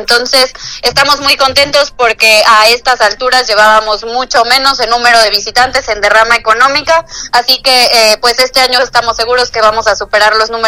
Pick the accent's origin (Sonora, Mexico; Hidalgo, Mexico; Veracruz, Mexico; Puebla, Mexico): Puebla, Mexico; como los poblanos nos lo merecemos